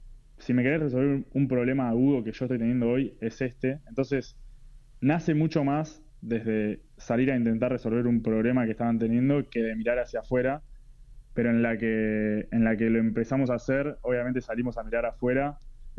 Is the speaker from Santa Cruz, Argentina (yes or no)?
no; Buenos Aires, Argentina; somos de Buenos